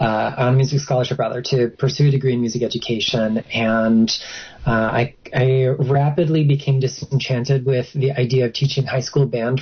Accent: Florida, United States; You know, I'm from Southeast Florida, a little teeny tiny sleeping kind of fishing village, and there's a lot of nature to be had. So I grew up with a really great love of all things from the natural world.

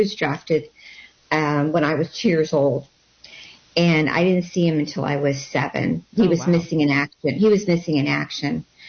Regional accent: Los Angeles, California, United States; also born or lived in Compton; growing up in Los Angeles, I was born in Compton, and growing up in Los Angeles

